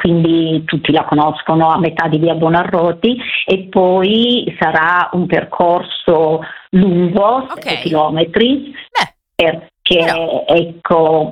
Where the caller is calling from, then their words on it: Monza, Lombardy, Italy; Siamo da Monza